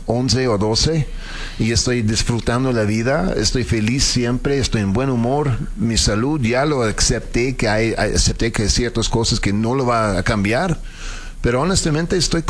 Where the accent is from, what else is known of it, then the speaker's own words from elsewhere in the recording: Mexico City, Mexico; accent: foreign-sounding; Soy chilango con acento, pues yo qué hago, ¿no?